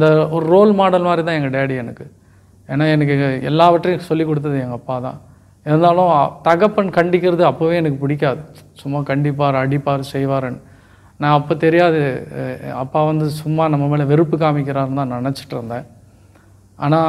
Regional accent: Vaniyambadi, Tamil Nadu, India; born there; நான் ஒரு இந்து தெலுங்கு ஃபேமிலியில் பிறந்த பையன். என்னோடய லைஃப்பில் வாணிம்படின்ற ஊரில் நான் பிறந்தேன். வளர்ந்ததெல்லாம் அந்த ஊரில் தான். ஒரு 6th ஸ்டாண்டர்ட் வரையும் நான் வாணிம்படியில் தான் பிறந்து வளர்ந்தேன்.

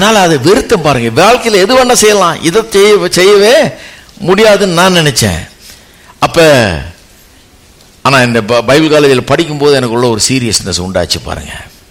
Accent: Chennai, Tamil Nadu, India; நான் இந்த சென்னை பட்டணத்துக்காக தமிழ் அறிவை கொடுத்து எனக்கு தமிழ் கலாச்சாரத்தில் என்னை வளர வச்சு, இந்த ஊரில் என்னை இருக்க வச்சு, ஒரு இந்தியனாக

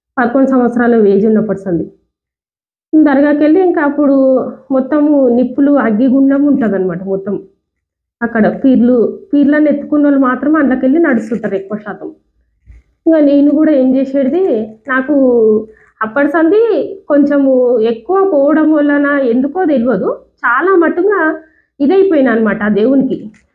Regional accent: Karnataka, India; అంటే మాది కర్ణాటక అని చెప్పిన నేను.

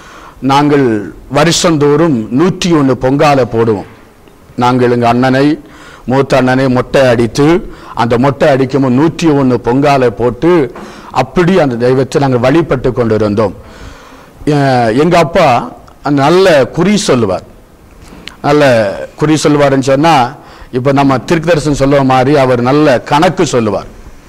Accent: Kollankodu, Tamil Nadu, India; நான் பிறக்கும்போதே இந்து குடும்பம் கொல்லங்கோடு பகுதியிலே, சிறுவைபுரம் பகுதியிலே, அந்த இடத்துல எங்களுக்கு சொந்த ஒரு கோவில் உண்டு.

